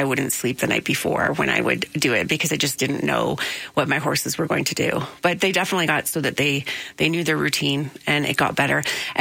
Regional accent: Niagara, Ontario, Canada; where I grew up in Niagara.

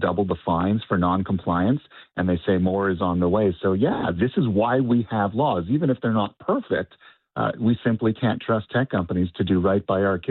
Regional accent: Canada; To be able to translate that into adulthood and kind of experience it as a Canadian, as a fan, it's wonderful.

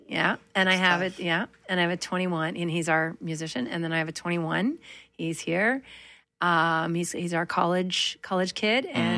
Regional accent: Manitoba, Canada; Growing up in Manitoba, I always tell this story

